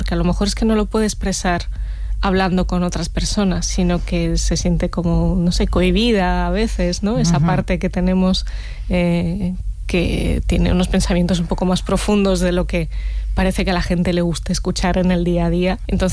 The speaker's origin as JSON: {"language": "Spanish", "town": "Los Alcázares", "region": "Region of Murcia", "country": "Spain", "tie": "born or raised there", "said": "Yo crecí en un pueblo de Murcia llamado Los Alcázares, que está en el Mar Menor, y la biblioteca local es un sitio bastante pequeñito, pero para mí era un mundo."}